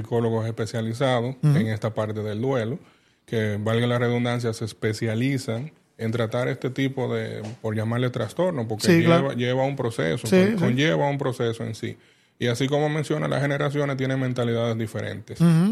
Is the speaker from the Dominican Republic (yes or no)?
yes; Dominican Republic; ya como dominicanos